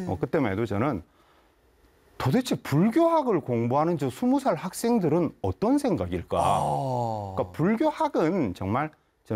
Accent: Yeongju, North Gyeongsang, South Korea; born or raised there

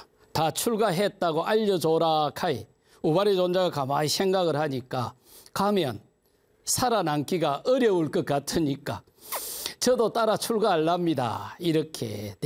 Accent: Sacheon, South Gyeongsang, South Korea; moved away; 제 고향은 삼천포 실안입니다.

